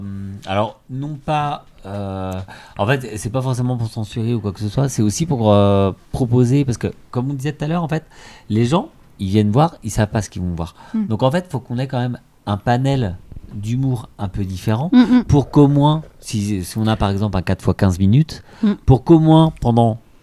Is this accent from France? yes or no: yes; Mayenne, Pays de la Loire, France; quand j'étais gamin, donc j'ai grandi en Mayenne.